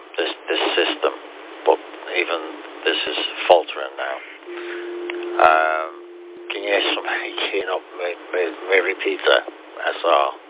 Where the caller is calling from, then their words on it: Liverpool, North West England, United Kingdom; because I come from Liverpool.